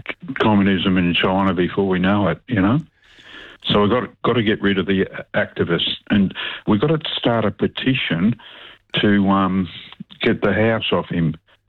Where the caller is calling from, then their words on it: Melbourne, Victoria, Australia; I'm from Melbourne.